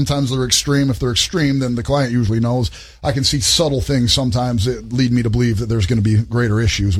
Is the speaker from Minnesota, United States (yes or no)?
no; Flint, Michigan, United States; now in Knoxville, United States; Yeah, so I'm from Flint, Michigan originally.